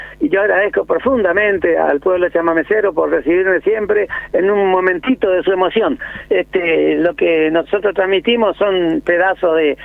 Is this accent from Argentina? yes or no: yes; Mercedes, Corrientes, Argentina; also born or lived in Pedro R. Fernández (Mantilla), Corrientes; Tuve que trasladarme a Mercedes.